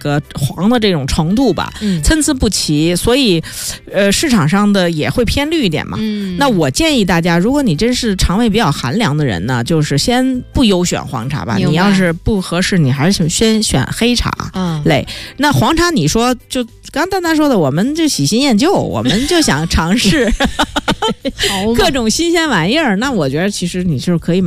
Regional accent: China

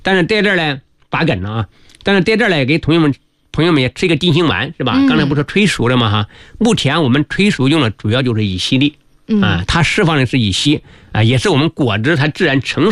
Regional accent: Hubei, China; moved away; 因为我老家是湖北的，我们湖北就种的这种山药

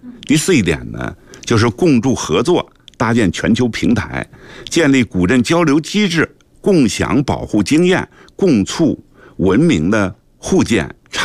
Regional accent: Beijing, China; 我这是火线土生土长的家乡人

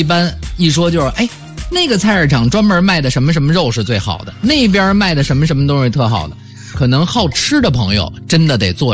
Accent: Beijing, China; 我小时候是广电部那一片长大的

